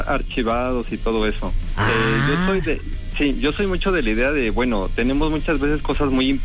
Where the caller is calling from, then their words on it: Mexico City, Mexico; les hablo de la delegación Cuauhtémoc.